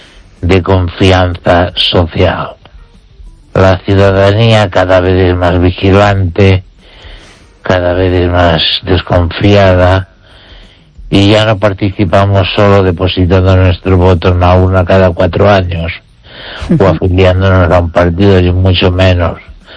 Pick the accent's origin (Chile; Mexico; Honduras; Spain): Spain; Y no quiero ser recordado como una persona hecha cosa, sino como un español que razona.